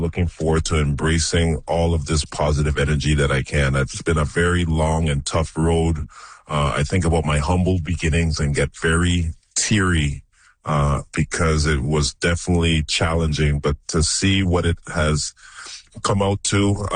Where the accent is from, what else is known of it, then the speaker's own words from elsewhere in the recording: Toronto, Ontario, Canada; growing up in Toronto at that time